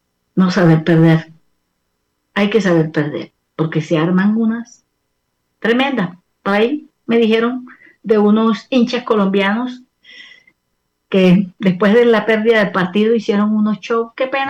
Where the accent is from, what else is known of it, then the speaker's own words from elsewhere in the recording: Colombia; estaban riéndose de lo vivos y astutos que somos los colombianos